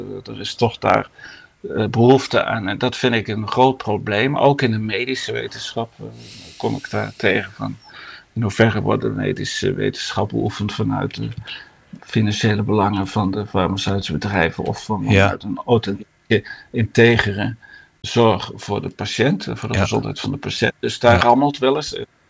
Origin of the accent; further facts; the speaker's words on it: Netherlands; moved away as an adult; now in Flanders, Belgium; als Nederlander in Vlaanderen.